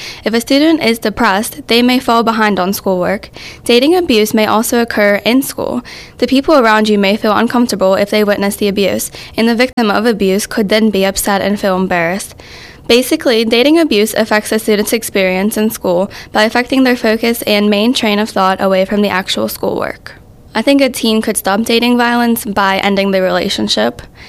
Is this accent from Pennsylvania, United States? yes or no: yes; South Allegheny, Pennsylvania, United States; I'm 16, and I am in the 10th grade, and I'm from South Allegheny.